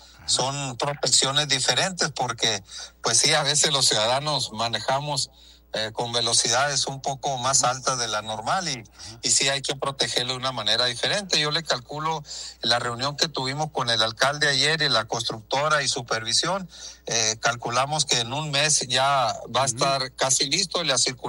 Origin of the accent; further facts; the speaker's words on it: Nogales, Sonora, Mexico; los que somos de Nogales